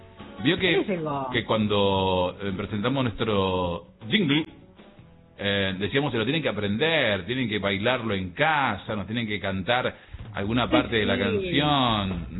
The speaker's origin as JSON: {"language": "Spanish", "country": "Argentina"}